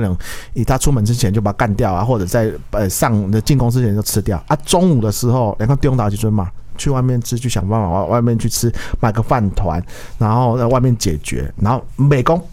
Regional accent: Taiwan; 我们台湾人

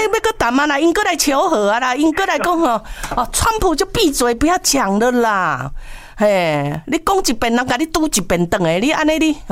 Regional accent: Taiwan; 什么？我们中国，我们是台湾的。

